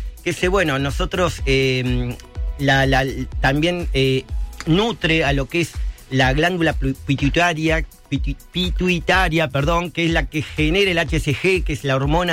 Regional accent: La Plata, Buenos Aires Province, Argentina; Soy de La Plata y se envían a todo el país

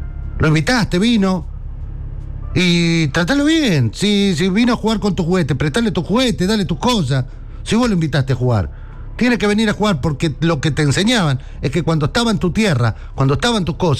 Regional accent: Argentina; Yo quiero seguir siendo el argentino

